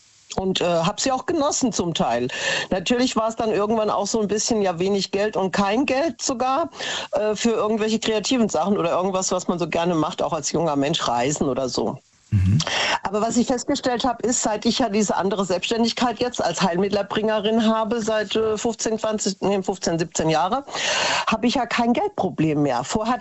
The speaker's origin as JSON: {"language": "German", "region": "Hesse", "country": "Germany", "said": "eine Frau kannte ich schon früher von Hessen, wo ich herkomme."}